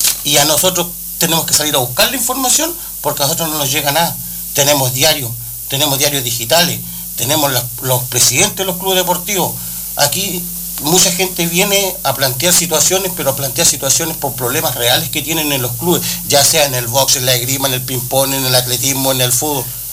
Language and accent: Spanish; Chile; yo soy una persona que soy nacido y criado acá en Lancoyeque.